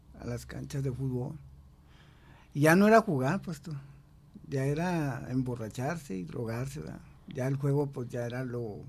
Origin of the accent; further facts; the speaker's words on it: Guadalupe Victoria, Durango, Mexico; de Guadalupe Victoria, Durango, de los Llanos.